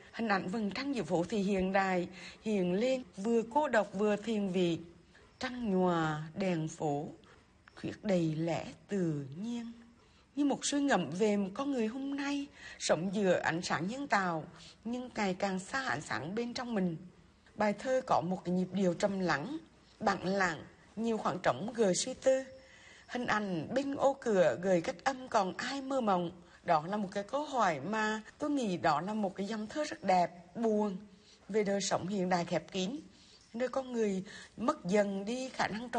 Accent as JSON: {"language": "Vietnamese", "town": "Hue", "region": "Thừa Thiên Huế", "country": "Vietnam", "said": "Tôi là người Huế, tôi cảm nhận bài thơ về Huế, một bài thơ rất là gần gũi với người Huế, chạm được tâm hồn Huế."}